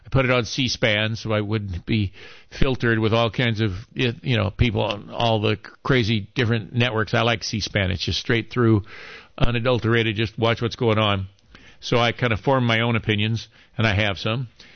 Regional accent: United States; Also, being an American and given the situation we find ourselves in today, I like to veer off into politics.

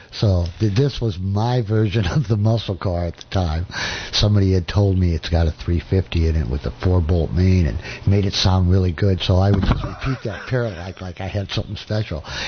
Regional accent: Iowa, United States; I grew up in Iowa in the 60s, so I was just a little kid. I'm the oldest of six kids

